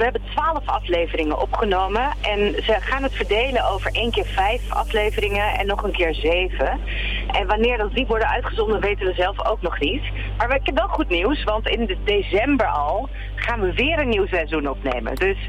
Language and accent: Dutch; Overijssel, Netherlands; als Twentenaar, niet alleen, maar ook echt als Nederlanders